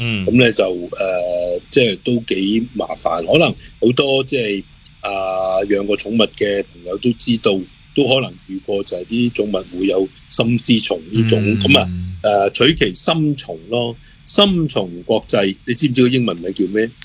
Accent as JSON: {"language": "Cantonese", "country": "Hong Kong", "said": "咁一只咧就我哋香港人应该好熟噶啦"}